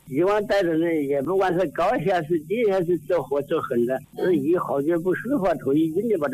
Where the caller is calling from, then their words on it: Tianmen, Hubei, China; 我是天门黄山。